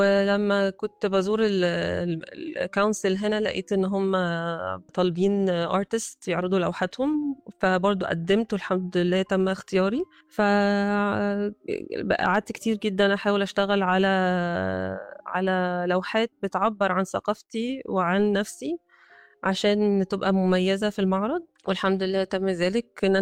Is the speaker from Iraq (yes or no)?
no; Egypt; now in Australia; بيعرفوا أن أنا مصرية